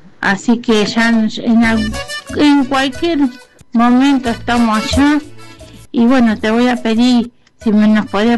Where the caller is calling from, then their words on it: Rosario, Santa Fe, Argentina; Estamos en Rosario, somos los primos de Marco.